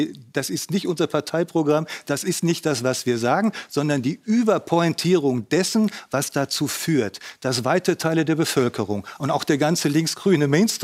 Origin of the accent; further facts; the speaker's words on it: Hamburg, Germany; Ich komme aus Hamburg.